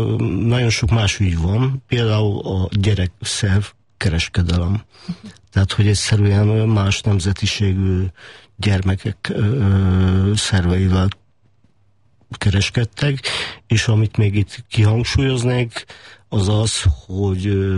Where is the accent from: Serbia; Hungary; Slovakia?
Serbia; Vojvodina; vajdasági magyar származású vagyok